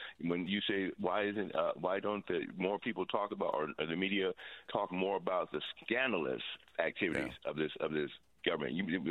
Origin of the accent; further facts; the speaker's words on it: California, United States